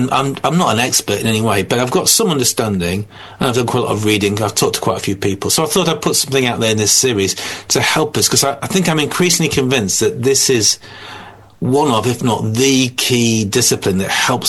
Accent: Doncaster, Yorkshire and the Humber, United Kingdom; also born or lived in York / Sheffield; now in Bolton, United Kingdom; I was brought up in Doncaster, I was just telling you just a bit earlier. So, yeah, most of my life in the north, but particularly the last 30 years or so. And the last couple of years, I've moved over to Greater Manchester and now living in Bolton

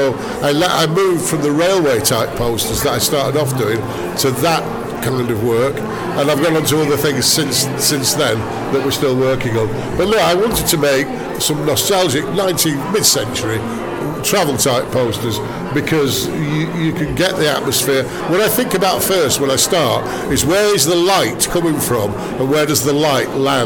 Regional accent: Dewsbury, Yorkshire and the Humber, United Kingdom; moved away; Born and bred in Dewsbury, and I'm 70 next week. I went to Wilrack Grammar School, four boys

